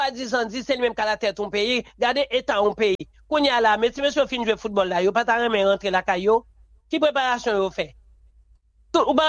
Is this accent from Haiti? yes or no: yes; Haiti; je sens que je suis frustré en tant que haïtien